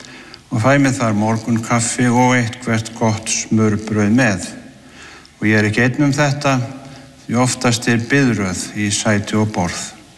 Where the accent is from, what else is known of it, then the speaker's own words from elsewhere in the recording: Siglufjörður, Northeastern Region, Iceland; Ég minnist þess þegar ég var að alast upp hér á Siglufirði, ég fættur árið 1958